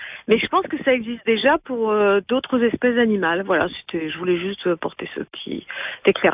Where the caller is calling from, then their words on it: Paris, Île-de-France, France; de Paris.